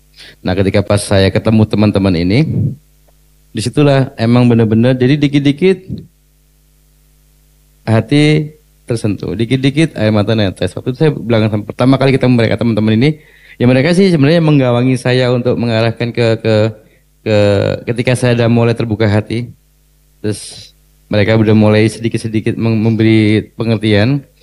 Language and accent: Indonesian; Malang, East Java, Indonesia; Kan emang kan saya dari Malang, emang saya waktu itu kebetulan kita waktu itu habis menang.